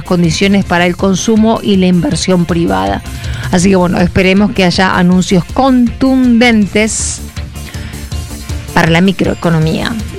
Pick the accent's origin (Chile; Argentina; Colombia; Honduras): Argentina